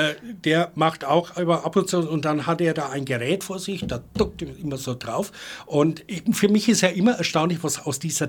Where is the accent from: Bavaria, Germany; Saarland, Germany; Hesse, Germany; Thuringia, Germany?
Bavaria, Germany; Fürth district; ich bin im Landkreis Fürth groß geworden